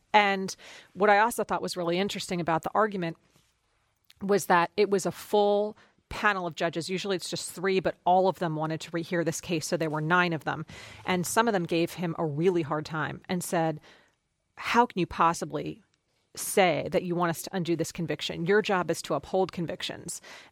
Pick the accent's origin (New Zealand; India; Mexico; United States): United States; Philadelphia, Pennsylvania; In my hometown of Philadelphia, that exact thing happened